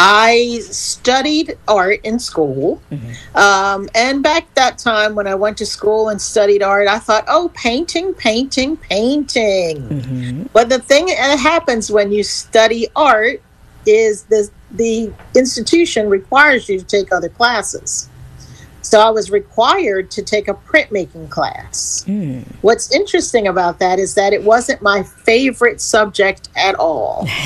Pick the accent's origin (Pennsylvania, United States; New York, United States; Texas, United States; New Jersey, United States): Pennsylvania, United States; Philadelphia; moved away as an adult; now in Savannah, Georgia, United States; because I'm from Philly.